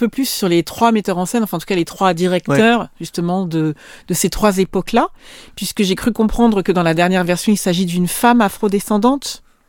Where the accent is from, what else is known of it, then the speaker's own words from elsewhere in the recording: French Antilles, France; moi je suis originaire des Antilles françaises.